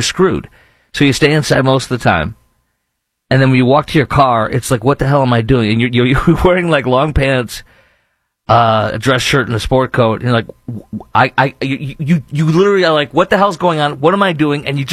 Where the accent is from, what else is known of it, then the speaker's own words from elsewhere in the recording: Chicago, Illinois, United States; also born or lived in Minneapolis / Orlando; now in Dallas-Fort Worth, United States; I remember growing up in Chicago in the suburbs